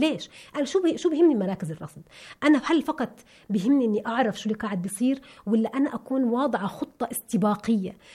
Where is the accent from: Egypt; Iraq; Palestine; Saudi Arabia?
Palestine; وصير منظري انا كانسان فلسطيني امام العالم